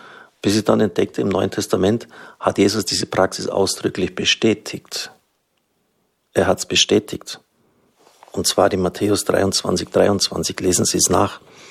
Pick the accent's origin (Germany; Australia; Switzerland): Germany; Baden-Württemberg; Und die Schwaben gelten ja nicht unbedingt als unbedingt spendenfreudig. Ich bin ein geborener Schwabe.